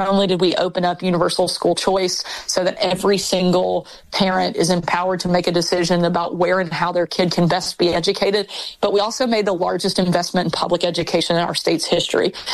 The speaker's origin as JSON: {"language": "English", "region": "Arkansas", "country": "United States", "tie": "born or raised there"}